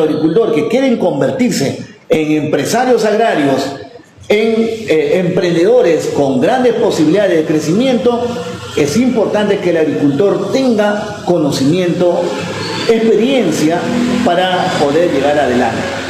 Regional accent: Peru; Si somos capital cafetalera de Perú

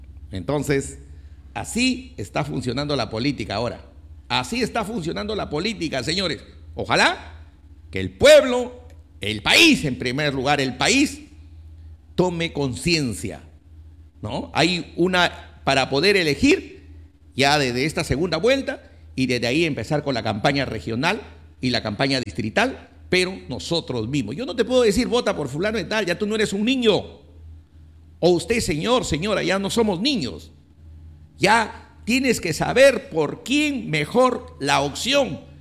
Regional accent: Olmos, Lambayeque, Peru; yo también quiero también servirle a mi pueblo.

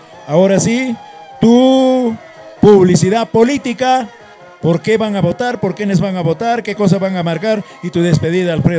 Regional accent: Huaraz, Ancash, Peru; todos somos de Huaraz, señor, y todos tenemos que vivir de nuestro Huaraz querido.

